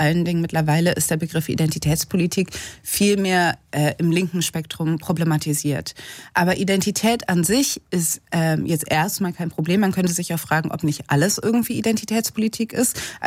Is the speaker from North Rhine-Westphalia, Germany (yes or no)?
yes; Cologne, North Rhine-Westphalia, Germany; ich bin Kölnerin